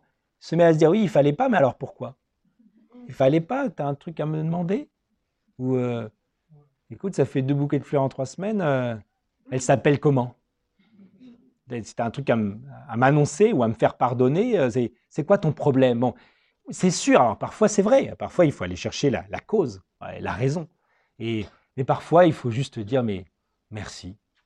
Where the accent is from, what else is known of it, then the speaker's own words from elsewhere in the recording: Metz, Grand Est, France; born there; Moi, je suis né à Metz, en France. Moi, je m'appellerais Metz, France.